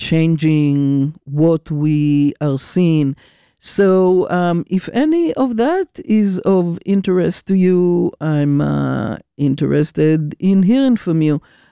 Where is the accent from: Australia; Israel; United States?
Israel; you probably know that I was born and raised in Israel